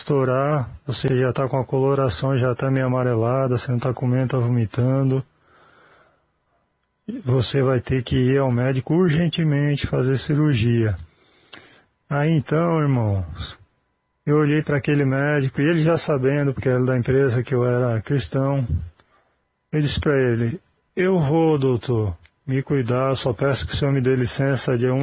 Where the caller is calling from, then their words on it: Penha, Santa Catarina, Brazil; sou aqui da cidade de Penha, Santa Catarina